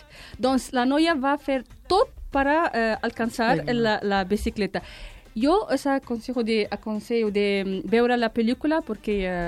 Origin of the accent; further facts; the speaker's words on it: Oviedo, Asturias, Spain; now in Barcelona, Spain; Jo vaig venir d'Oviedo. Oviedo és una ciutat petita, és com un barri a Barcelona.